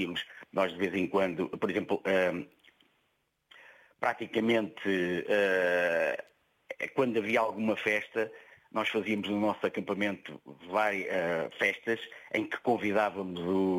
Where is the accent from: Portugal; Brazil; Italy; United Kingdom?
Portugal